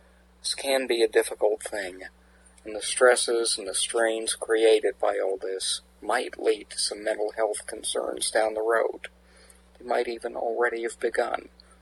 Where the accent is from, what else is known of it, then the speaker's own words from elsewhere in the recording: Canada; as Canadian citizens, you're right, a lot of us do have friends in the U.S., even family.